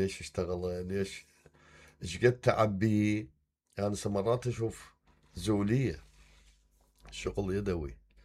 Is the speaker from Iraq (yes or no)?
yes; Iraq